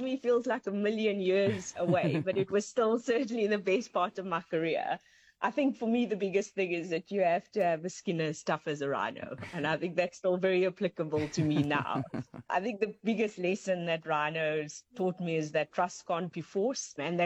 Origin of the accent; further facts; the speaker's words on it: Cape Town, Western Cape, South Africa; moved away; But I grew up in Cape Town, and obviously growing up there, you're spoilt with beautiful beaches and lots of mountains.